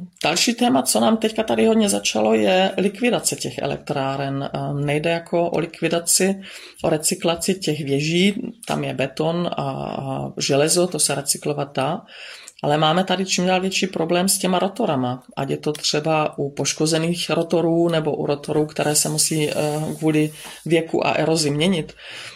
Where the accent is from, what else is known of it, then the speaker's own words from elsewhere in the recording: Bystřice pod Hostýnem, Zlín Region, Czechia; now in Dittelsheim-Heßloch, Germany; a pocházím z Bystřice pod Hostýnem. Aktuálně bydlím v Německu v obci Dittelsheim Hesloch.